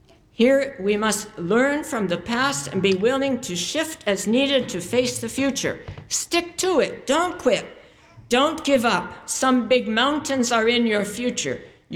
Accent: Pittsburgh, Pennsylvania, United States; I'm from the Pittsburgh Steelers area

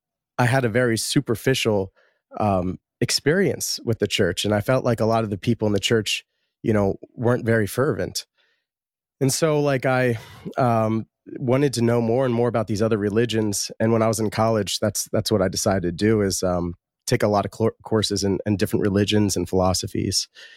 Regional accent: Harrisburg, Pennsylvania, United States; born there; I was born in Harrisburg, and I was raised a Methodist. And I was baptized that way when I was about 6 months old.

